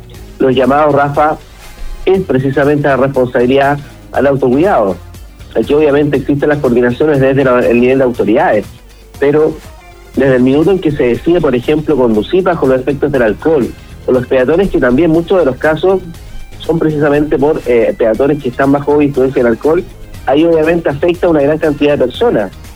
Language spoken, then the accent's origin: Spanish; Machalí, O'Higgins, Chile; Yo soy de Machalí